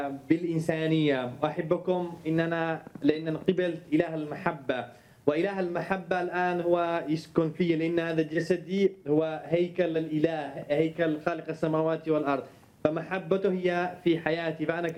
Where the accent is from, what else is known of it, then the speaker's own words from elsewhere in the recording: Yemen; أنا كإنسان يمني